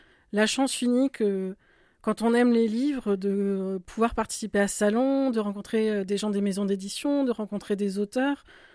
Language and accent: French; Île-de-France, France; moved away as an adult; now in Montaigu, France; je viens d'Île-de-France. En fait, j'ai commencé ma carrière là-bas en tant que bibliothécaire.